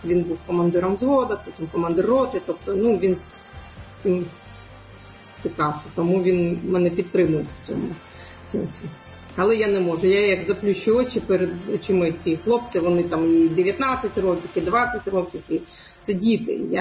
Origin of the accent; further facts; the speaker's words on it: Crimea, Ukraine; Коли я спілкуюся зі своїми побратимами, і вони дізнаються, що я з Криму